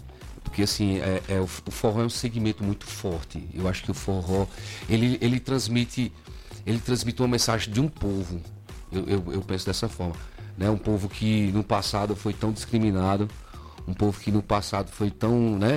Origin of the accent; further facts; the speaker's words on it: Paraíba, Brazil; sou forrozeiro, sou nordestino, sou paraibano.